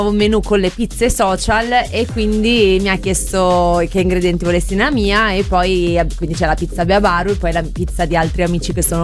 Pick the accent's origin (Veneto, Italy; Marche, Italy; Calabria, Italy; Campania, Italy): Veneto, Italy; born there; moved away; io appunto sono tornata nel mio paese per in realtà un compleanno. E i compleanni di chi abita in provincia di Venezia